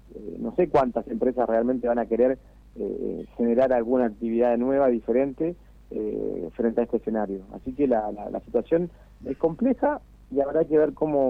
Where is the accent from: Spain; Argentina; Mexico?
Argentina; Tierra del Fuego; somos fueguinos